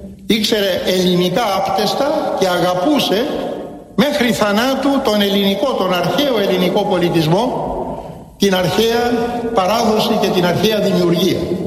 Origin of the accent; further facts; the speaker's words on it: Corfu, Ionian Islands, Greece; στην πατρίδα μου την Κέρκυρα